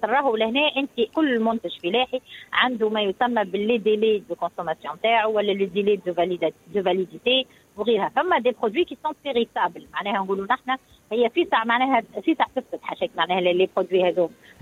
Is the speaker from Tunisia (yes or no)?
yes; Tunisia; انا جسوي تونيزيان، انا تونسية ونحب بلادي